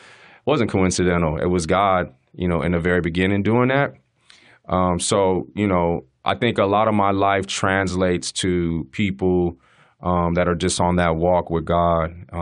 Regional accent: San Diego, California, United States; You know, there's a lot of that stuff growing up in California, in San Diego.

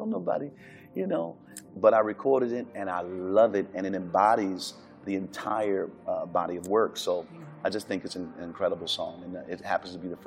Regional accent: Detroit, Michigan, United States; I'm from Detroit

